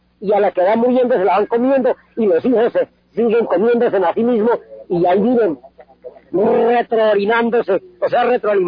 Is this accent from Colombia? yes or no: yes; Boyacá, Colombia; moved away; en mi tierra, en Boyacá, se llama angú, pero como allá no se dan las musasias por ser tan frío